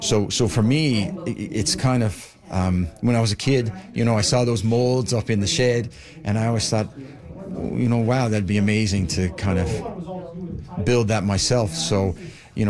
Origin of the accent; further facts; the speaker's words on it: Newfoundland and Labrador, Canada; I grew up in Newfoundland, and my uncle's father-in-law was a master dory builder.